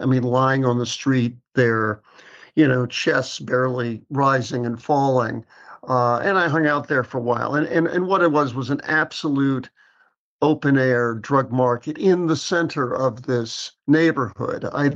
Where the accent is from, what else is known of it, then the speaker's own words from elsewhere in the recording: New York City, New York, United States; And I should say, I grew up in New York City.